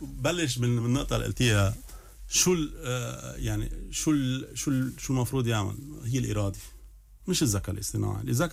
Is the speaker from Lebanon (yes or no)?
yes; Lebanon; نحن هون كلبنانية